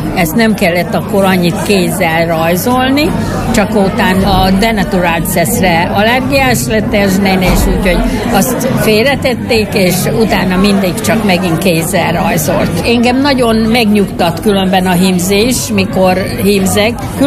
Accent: Furta, Hajdú-Bihar, Hungary; Furtáról. Én Furtán is születtem.

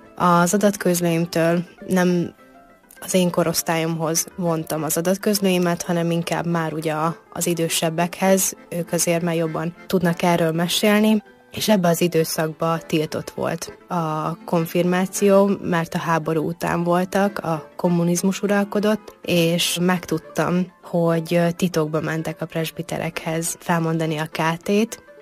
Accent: Batyu, Zakarpattia Oblast, Ukraine; tudni rólam, hogy én Bátyúban születtem

